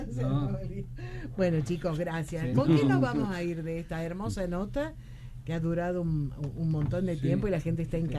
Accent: Tucumán, Argentina; Así que, y bueno, pero porque somos tucumanos, ¿o no?

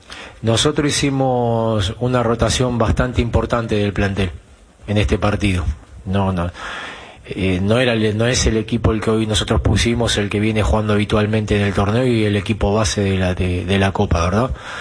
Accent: Uruguay; Yo soy uruguayo

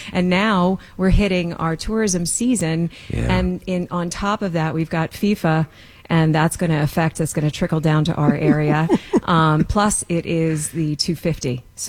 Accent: Sea Girt, New Jersey, United States; I'm from Monmouth County. I'm from Seagirt. I grew up in Seagirt, went to Manasquan High School, Monmouth University, met my husband there.

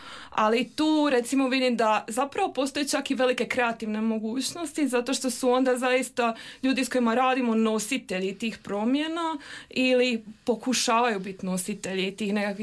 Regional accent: Split, Split-Dalmatia County, Croatia; ja sam iz Splita

